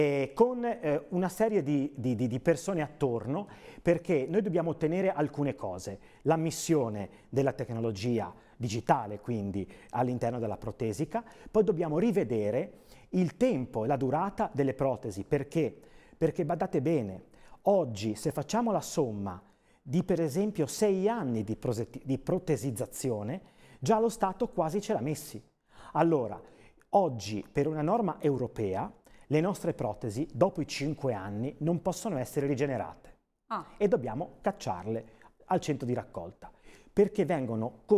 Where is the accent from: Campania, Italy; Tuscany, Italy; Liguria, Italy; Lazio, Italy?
Liguria, Italy; La Spezia; io che vengo da Spezia e sono sindaco di Riccò del Golfo di Spezia